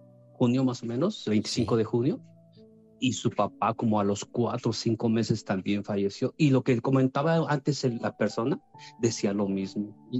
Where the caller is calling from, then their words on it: Tlaxcala, Mexico; Somos de Tlaxcala, por cierto.